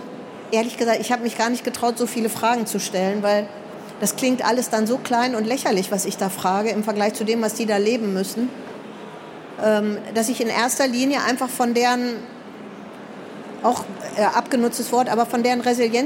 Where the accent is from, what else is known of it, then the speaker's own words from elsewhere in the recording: Germany; Und man fragt sich als Deutscher, als ich mit denen gesprochen habe, da fragte ich sie, wie hältst du das überhaupt aus?